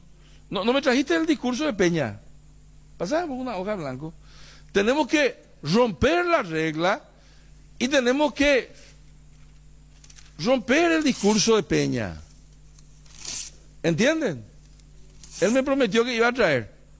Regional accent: Paraguay; Entonces, esos somos los paraguayos.

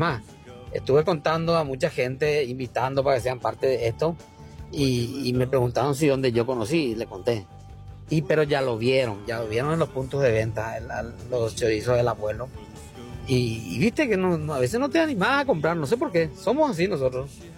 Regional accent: Paraguay

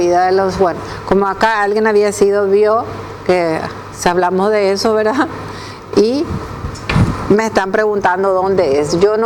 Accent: Minga Guazú, Alto Paraná, Paraguay; moved away; yo crecí en Mingaguazú, inclusive estudié en el Colegio Salesiano en el kilómetro 20.

